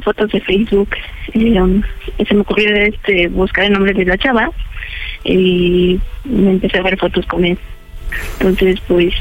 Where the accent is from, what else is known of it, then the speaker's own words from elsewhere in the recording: Magdalena Contreras, Mexico City, Mexico; 31 años y soy yo, la Magdalena Contreras.